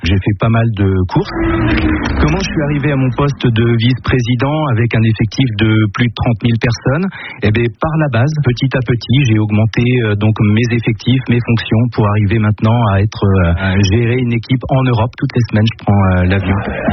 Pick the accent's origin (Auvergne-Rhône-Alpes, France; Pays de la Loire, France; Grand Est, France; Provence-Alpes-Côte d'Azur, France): Pays de la Loire, France; Le Mans; born there; j'ai 45 ans, je suis né au Mans. Je me partage aujourd'hui entre le Mans, où j'ai une maison, et puis l'Autriche.